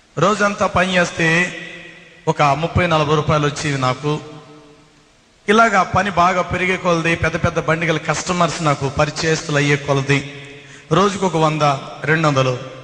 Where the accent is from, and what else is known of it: Rajahmundry, Andhra Pradesh, India; born or raised there